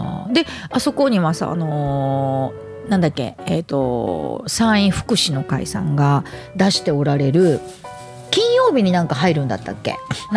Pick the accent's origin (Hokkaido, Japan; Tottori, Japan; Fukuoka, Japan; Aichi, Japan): Tottori, Japan; Yonago; 今こっちの地元米子で改めて客席側から見る自分っていうのはちょっとまた違ったりするんだ